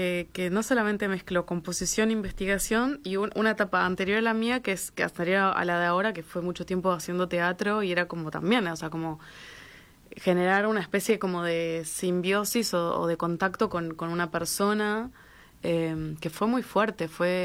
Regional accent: Uruguay; moved away; also born or lived in Barcelona

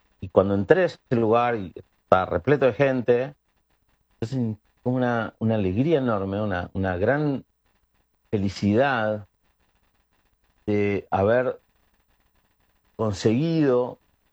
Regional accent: Argentina

